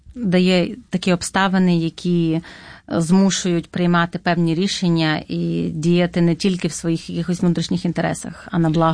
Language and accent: Ukrainian; Zakarpattia Oblast, Ukraine; moved away as an adult; now in Rochester, United States; Ми приїхали з України в 2023 році. Ми з Закарпаття, з України.